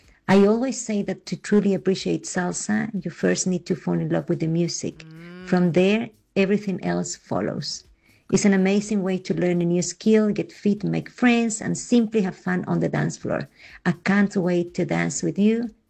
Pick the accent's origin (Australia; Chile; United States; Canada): Chile; now in South Africa; I am the director of Estilo Cubano Salsa School. Mm-hmm. I'm originally from Chile.